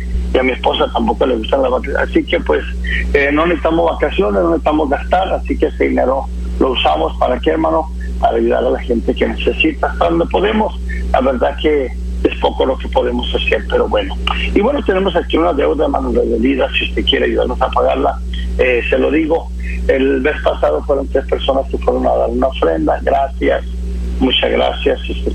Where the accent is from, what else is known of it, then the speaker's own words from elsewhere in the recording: Mexico; now in United States; Yo no soy guatemalteco y hemos ayudado a Guatemala. Soy mexicano y estamos ayudando varias partes en México y bueno, vivo aquí en Estados Unidos